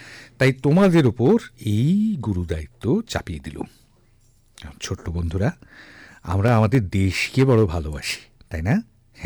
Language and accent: Bangla; India; সেই ভারতেরই বাসিন্দা আমরা, তাই আমরা সকলেই তো ভারতীয়